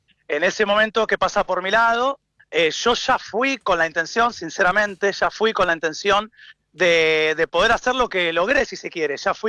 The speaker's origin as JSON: {"language": "Spanish", "country": "Argentina", "lives_now": "Brazil", "said": "Mirá, te cuento, yo ya vivía acá en Brasil 3 años, y volví para Argentina, estuve como unos 3, 4 años en Argentina."}